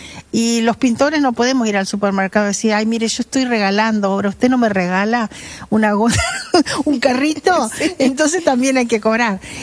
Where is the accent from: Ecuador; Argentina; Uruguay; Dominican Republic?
Uruguay; Salto; born there; Tanto que o sea, Quiroga es nacido en el mismo lugar. Los dos nacimos en Salto.